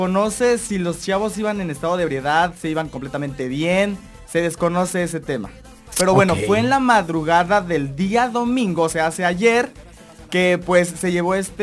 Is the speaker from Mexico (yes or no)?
yes; Comitán, Chiapas, Mexico; now in Terán, Mexico; bien se sabe que yo soy de Comitán